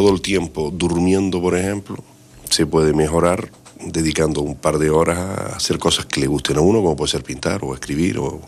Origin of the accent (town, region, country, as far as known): Canary Islands, Spain